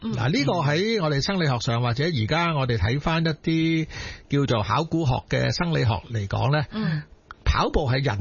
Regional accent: Hong Kong; 如果你跑完之后你食返一个我哋香港人好鍾意嗰啲餐蛋面

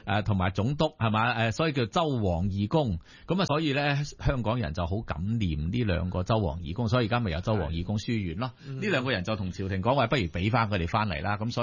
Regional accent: Guangzhou, Guangdong, China; moved away; 因為我記得我細個嗰陣時喺廣州嘅生活啊。

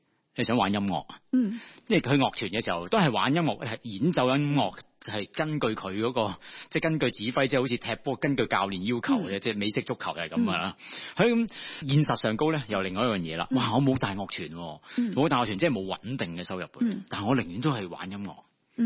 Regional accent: Hong Kong; 我哋香港人

